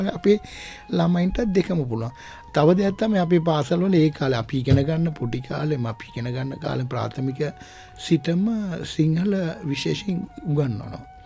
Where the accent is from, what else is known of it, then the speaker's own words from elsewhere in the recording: Pugoda, Western Province, Sri Lanka; ඒ මල්වාන පිහිටා තියෙන්නේ මගේ උපන් ගම පූගොඩ කුමාරිමුල්ල කියන ගම්මානේ.